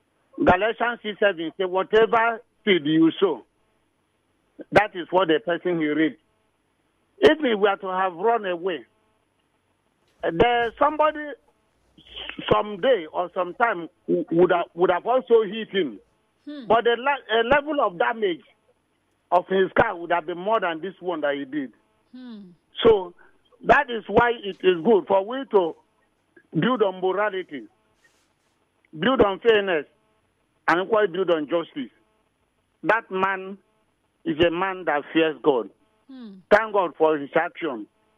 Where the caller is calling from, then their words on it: Port Harcourt, Rivers, Nigeria; From Port Harcourt.